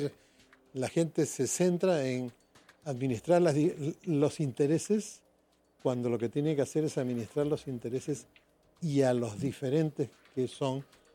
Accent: Peru

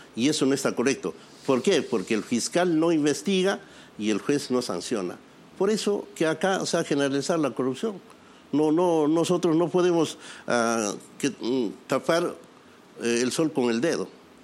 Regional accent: Peru; Y no podemos maltratarnos como peruanos

